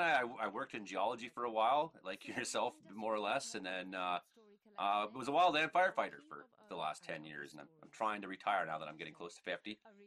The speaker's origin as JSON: {"language": "English", "region": "Ontario", "country": "Canada", "tie": "born or raised there", "lives_now": "British Columbia, Canada", "said": "because I live in BC now. Though I grew up in Ontario, you know, I'm not that different than you."}